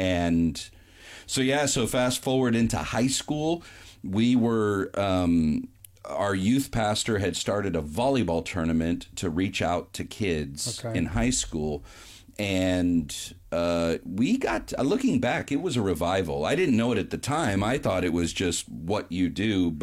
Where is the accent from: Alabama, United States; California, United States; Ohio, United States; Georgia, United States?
California, United States; Vallejo; also born or lived in Oakland; So I was born in Oakland. My parents grew up in Pinole. So that's where the Kaiser was when I was born. And when I was three, they moved over to Vallejo